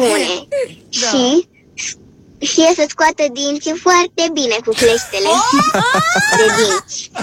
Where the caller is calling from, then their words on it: Bucharest, Romania; din București, am 8 ani